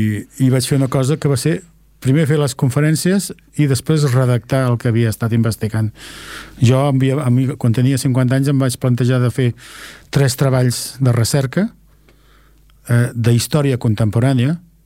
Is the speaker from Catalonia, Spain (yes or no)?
yes; Esplugues de Llobregat, Catalonia, Spain; el meu poble. Sí. El poble que t'estimes, que és Esplugues.